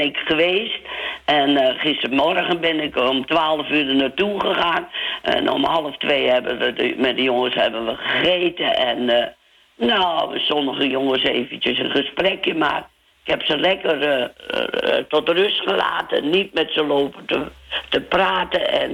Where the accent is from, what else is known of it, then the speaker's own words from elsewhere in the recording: Muiden, North Holland, Netherlands; Nou, niet van Volendam, maar wel van de Muiden.